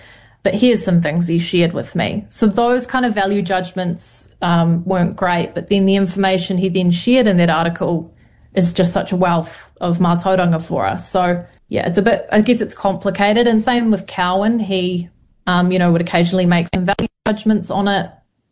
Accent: Canterbury, New Zealand; I think because I grew up in Canterbury, I grew up pretty Pākehā. I didn't know a lot of our histories growing up. I just knew we were Ngāti Kuia and these were our ancestors.

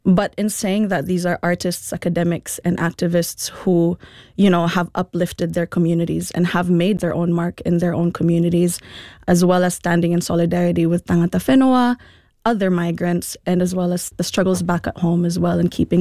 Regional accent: Philippines; now in New Zealand; As a Filipino in Aotearoa

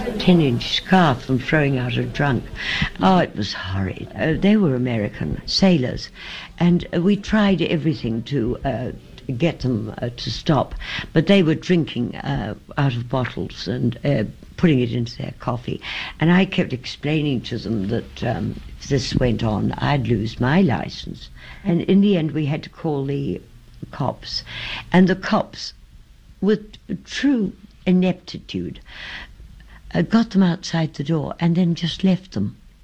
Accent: Ireland; being Irish.

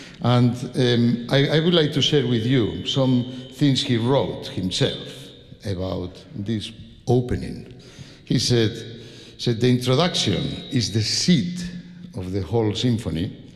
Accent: Spain; English is a second language; I am from Spain

